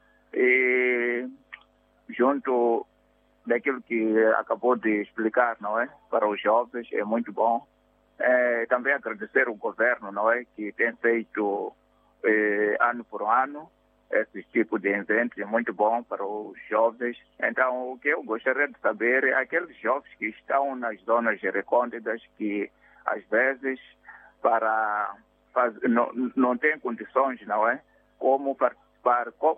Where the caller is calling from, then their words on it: Vilankulo, Inhambane, Mozambique; falo de Vilancolo, não Xai-Xai, mas sim Vilancolo, província de Inhambane.